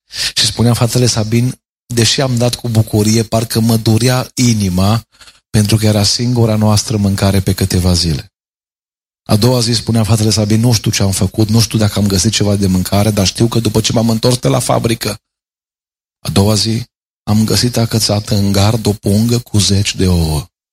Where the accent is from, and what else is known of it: Arad, Arad County, Romania; born there